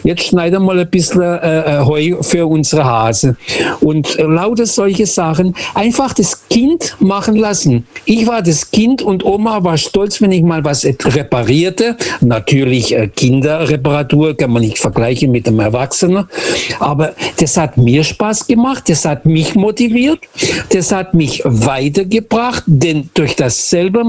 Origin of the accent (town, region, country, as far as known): Lisbon, Portugal; German is a second language; now in Germany